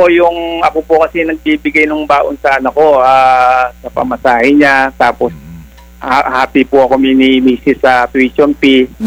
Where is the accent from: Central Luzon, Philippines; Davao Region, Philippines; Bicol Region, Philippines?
Central Luzon, Philippines; Bulacan; Ako po kasi tubong Bulacan din, na palagi niyo po nababanggit dyan yung problemang baha sa Bulacan. Bulakenyo din. Actually, Bulakenyo po ako.